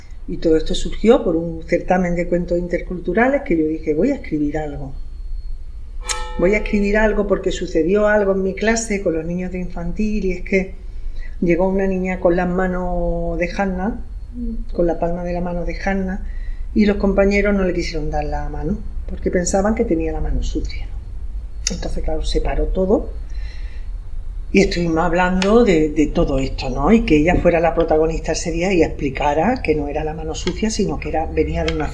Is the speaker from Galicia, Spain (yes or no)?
no; Melilla, Spain; Melilla, soy de Melilla.